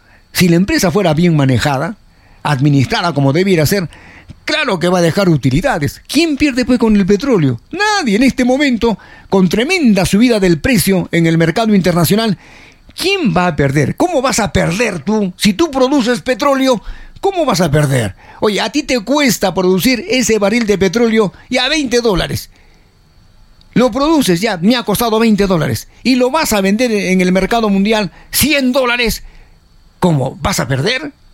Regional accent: Peru

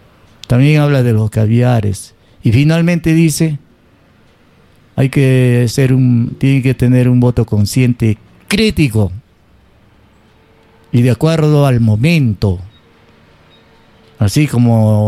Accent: Peru; Son momentos especiales que vive el pueblo peruano, que vivimos nosotros como pueblo.

